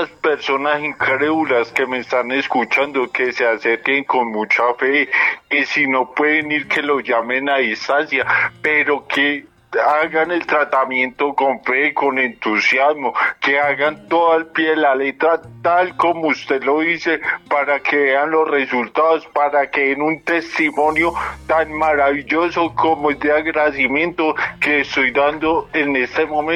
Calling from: Segovia, Antioquia, Colombia; De Segovia, Antioquia

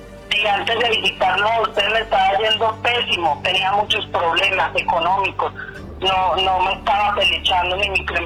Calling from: Itagüí, Antioquia, Colombia; Estoy llamando desde el municipio de Itagüí.

